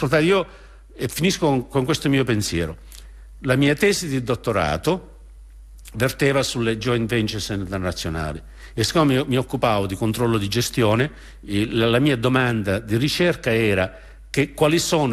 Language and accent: Italian; Australia; Io sono australiano di origine italiana